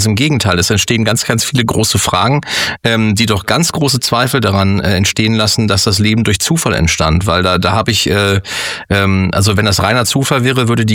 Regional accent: Germany; Also ein Thema, wo mir als Deutscher wirklich das kalte Nacken runterläuft und mir alle Nackenhaare zu Berge stehen.

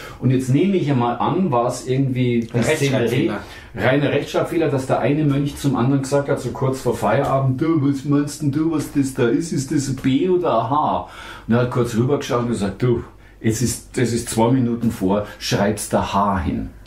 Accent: Kaltenberg, Bavaria, Germany; Ich bin in Kaltenberg aufgewachsen, in Kaltenberg, das Ritterturnier, es war schwer.

